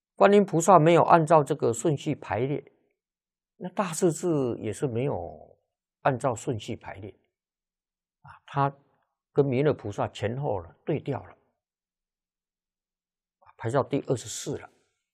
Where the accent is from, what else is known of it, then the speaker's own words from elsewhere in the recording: China; 我们中国人